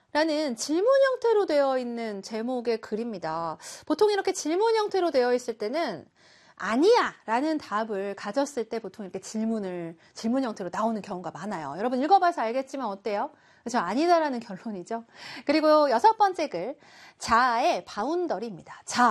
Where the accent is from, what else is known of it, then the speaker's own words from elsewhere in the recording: South Korea; 우리는 한국인이니까 한국어를 쓰잖아요.